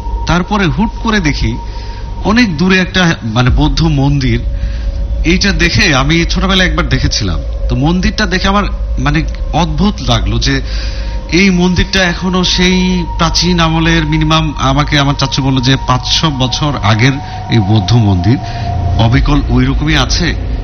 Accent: Bogura, Rajshahi Division, Bangladesh; also born or lived in Naogaon; now in Dhaka, Bangladesh; বগুড়ায় আমাদের বাড়ি বাট নওগাঁতে দাদু বাড়ি, মানে আমাদের দুইটা জায়গায় বাড়ি

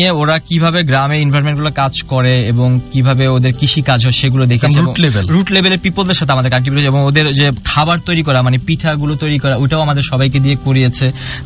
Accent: Bangladesh

